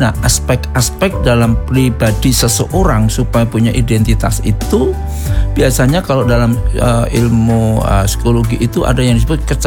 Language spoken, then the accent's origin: Indonesian; Surakarta, Central Java, Indonesia; Saya ini orang Jawa Solo.